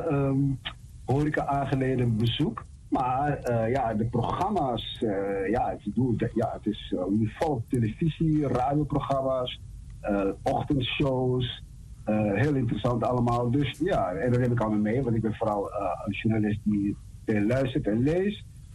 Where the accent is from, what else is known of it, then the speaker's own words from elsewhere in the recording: Netherlands; Maar dat heeft te maken met mijn WK-verleden. Opgegroeid in Nederland.